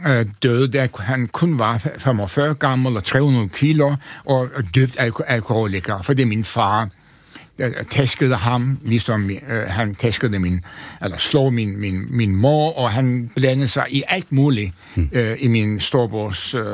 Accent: Antalya, Turkey; Altså, jeg kommer fra en overmiddelklassefamilie. Altså, min far var apoteker, tjente mange penge i den lille by Antalya, som er kæmpestor, turistby.

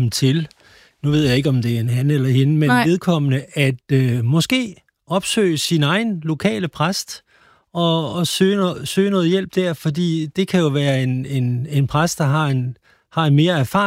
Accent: Herlev, Capital Region of Denmark, Denmark; Men der var en præst i Herlev, hvor jeg kommer fra, der bad om, da jeg var 10 år, at jeg måtte blive præst.

